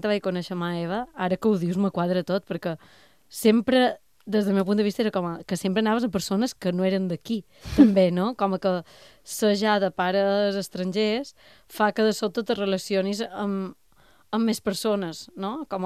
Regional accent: Balearic Islands, Spain; I com que ho tenia molt clar, era com, som mallorquina, però un moment, jo faig Papa Noel

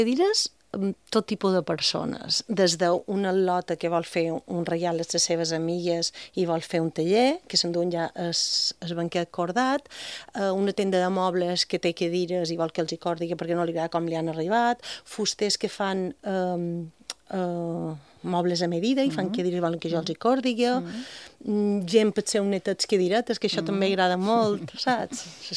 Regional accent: Bunyola, Balearic Islands, Spain

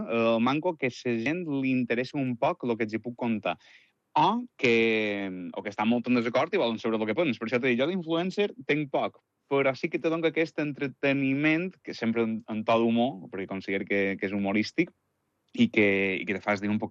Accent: Sineu, Balearic Islands, Spain; Jo soc de Sineu. El meu mare és Llongueta, de Santa Catalina, i mon pare és de Zamora. I jo he nascut i m'he criat i visc encara dia d'avui a Sineu.

